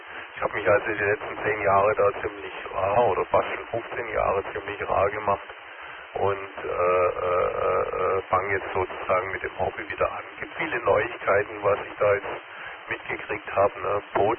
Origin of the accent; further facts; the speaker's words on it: Swabia, Germany; accent: Swabian; now in Ruhr area, Germany; Wie du wahrscheinlich an meinem Dialekt hörst, bin ich nicht direkt aus dem Ruhrgebiet. Ich stamme da aus dem Süden, aus Schwabenländle sozusagen. Habe mich aber jetzt so einigermaßen akklimatisiert.